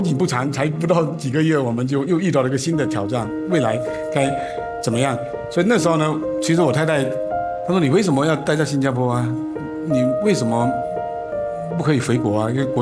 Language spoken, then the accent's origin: Chinese; China; also born or lived in Singapore; now in Xiamen, China; 我们回来的日子也选得特别好，刚好是香港回归的时候，所以我们也回归了，也回到祖国的怀抱。